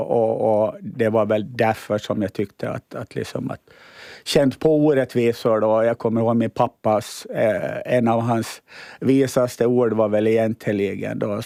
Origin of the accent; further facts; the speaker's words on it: Åland, Finland; Och då, det var första gången som jag riktigt märkte varför jag var ålänning.